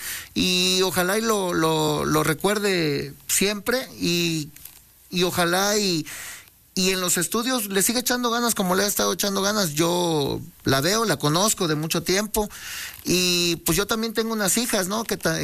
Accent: Veracruz, Mexico; a la escuela del puerto de Veracruz, donde yo nací, donde yo crecí, en arenas que no tenían techo, que no tenían piso, en una colonia que se llama Dos Caminos

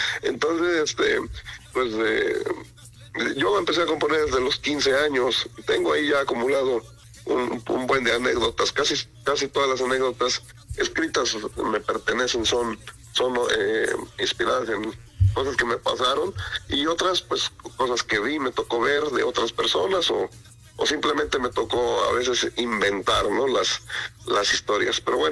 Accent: Zacualpan, Veracruz, Mexico; Tenemos uno de los carnavales más bonitos de la Huasteca en Zacualpan, Veracruz, con máscaras únicas, y justo por eso todavía ando un poco ronco, no nos hemos podido recuperar de la bailada de 4 días que nos aventamos por allá en mi pueblo.

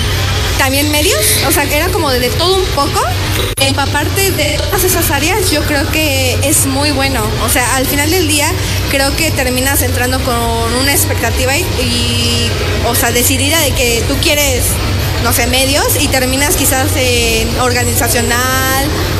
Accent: Puebla, Mexico; born there; Sí, sí, soy poblana.

